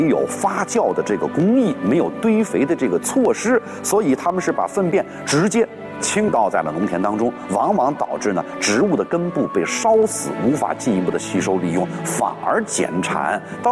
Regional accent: China

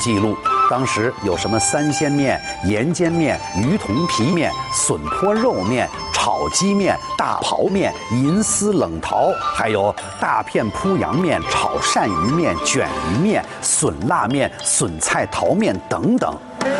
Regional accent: Northwest China, China

